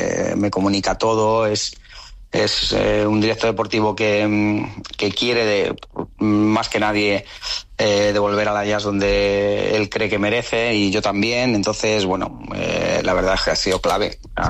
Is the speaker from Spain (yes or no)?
yes; Madrid, Community of Madrid, Spain; Es increíble que esto nos pueda pasar. Como vallecano, como rayista